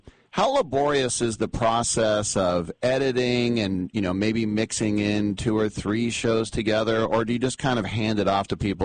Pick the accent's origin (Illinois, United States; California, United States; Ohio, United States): California, United States; Richmond; born there; also born or lived in Lafayette; I lived in Lafayette, and they almost didn't let me in because I was born in Richmond, California.